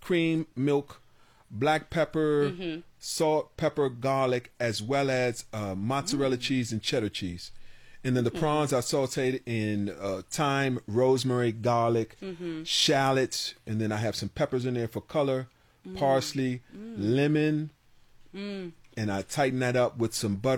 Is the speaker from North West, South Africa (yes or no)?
no; Pretoria, Gauteng, South Africa; And I came from Pretoria.